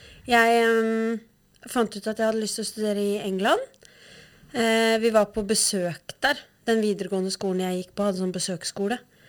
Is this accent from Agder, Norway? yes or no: no; Vivestad, Vestfold, Norway; now in Uvdal, Norway; jeg kommer fra Re, Vivestad, i Vestfold. Så det er jo en liten bygd det også. Jeg synes jo det var langt ut i ingenmannsplass. Og har vokst opp der, egentlig.